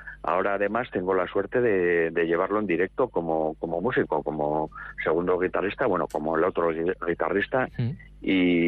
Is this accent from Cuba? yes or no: no; Barbastro, Aragon, Spain; born there; Yo nací ahí al lado, en Barbastro.